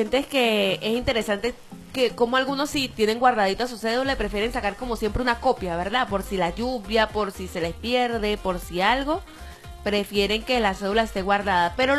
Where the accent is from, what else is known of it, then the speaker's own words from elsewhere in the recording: Venezuela; Que nos identifica como venezolanos.